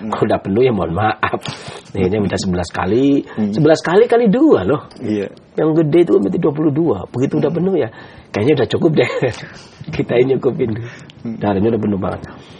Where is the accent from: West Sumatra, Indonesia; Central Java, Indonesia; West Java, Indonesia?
Central Java, Indonesia; Pemalang; born there; also born or lived in Cilacap / Purwokerto; saya lahir di Pemalang, berarti saya punya tabiat Pemalang. Pantai, kemudian saya tinggal di Cilacap sekitar 5 tahun lebih, berarti saya punya mizaj Cilacap